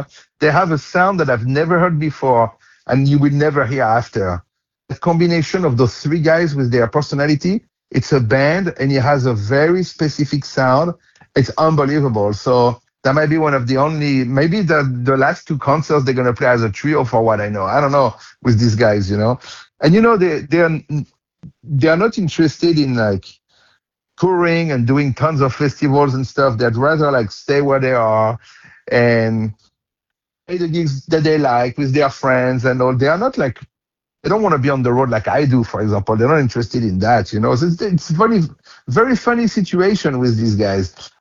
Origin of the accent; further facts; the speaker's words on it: Fontainebleau, Île-de-France, France; Well, so I'm from Fontainebleau. So for me, it's my roots. And I grew up among the gypsies